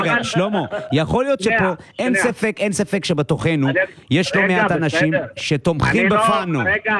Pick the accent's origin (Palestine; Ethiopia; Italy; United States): Ethiopia; now in Israel; באנו מאתיופיה, מאיפה יש תעודת לידה?